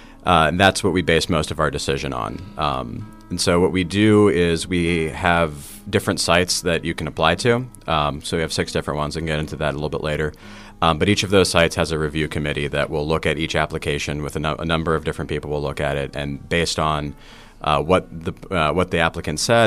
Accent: Philadelphia, Pennsylvania, United States; now in Pittsburgh, United States; Originally, I'm from Philadelphia, but I went to University of Pittsburgh and then moved back to the city and have been here ever since.

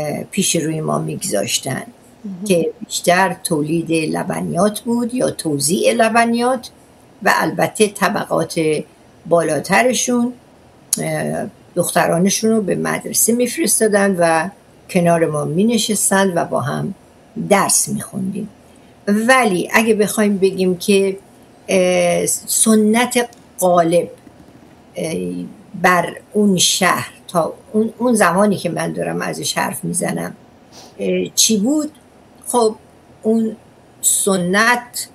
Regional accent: Ahvaz, Khuzestan, Iran; born or raised there

